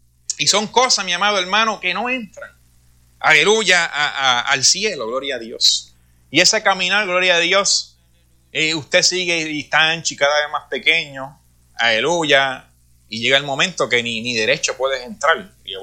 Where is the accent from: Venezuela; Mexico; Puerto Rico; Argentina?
Puerto Rico; Mayagüez; en mi pueblo, en Mayagüez, Puerto Rico